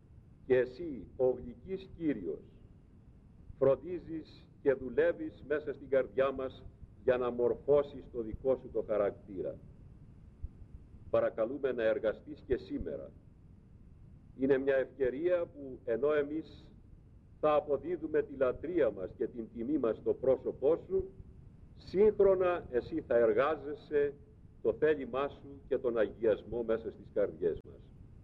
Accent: South Africa; Εγώ είμαι από την Νότια Αφρική

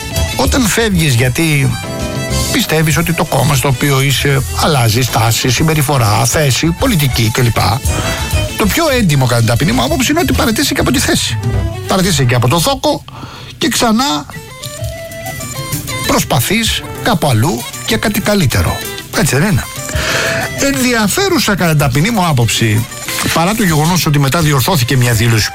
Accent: Rafina, Attica, Greece; Εκεί είπε κάποια πράγματα για τον τόπο μου, για το λιμάνι της Ραφίνας

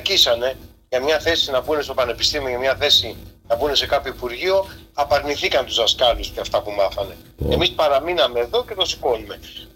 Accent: Corfu, Ionian Islands, Greece; Έτσι λέμε στην Κέρκυρα.

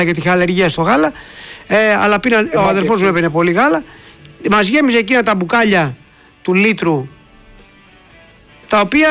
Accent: Piraeus, Attica, Greece; also born or lived in Keratsini / Zografou; Εγώ και στις δύο περιοχές που έχω ζήσει, δηλαδή στον Πειραιά, στο Κερατσίνι, γιατί είμαι Πασαλιμανιώτης, από το Πασαλιμάνι γεννημένος, αλλά και στο Ζωγράφου, έχω προλάβει αγελάδες.

